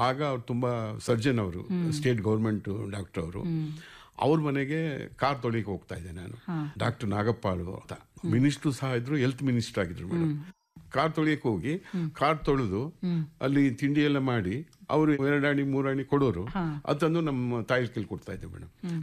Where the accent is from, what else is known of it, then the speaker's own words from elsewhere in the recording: Bengaluru, Karnataka, India; ಮೂಲತಃ ಬೆಂಗಳೂರಿನವರೇ.